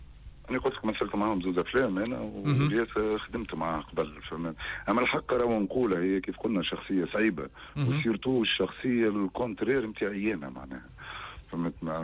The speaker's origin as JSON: {"language": "Arabic", "country": "Tunisia", "said": "احنا توانسه"}